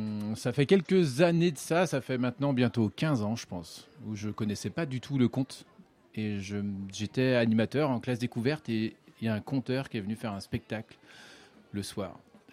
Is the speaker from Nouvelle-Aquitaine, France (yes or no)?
no; Brittany, France; J'ai grandi en Bretagne